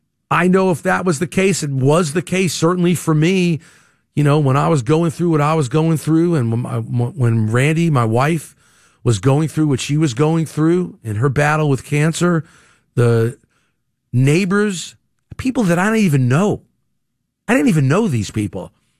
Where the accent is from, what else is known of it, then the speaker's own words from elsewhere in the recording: United States; as an American, there's a pride in being an American.